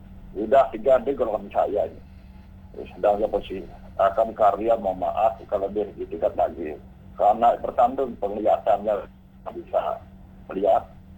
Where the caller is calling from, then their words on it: Singaraja, Bali, Indonesia; tempat saya di Singaraja, dalam kampung, di desa ini